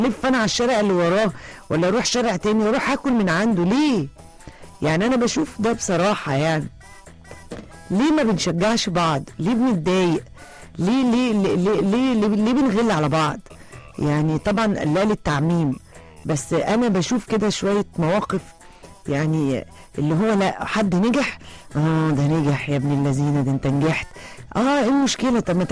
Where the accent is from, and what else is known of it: Egypt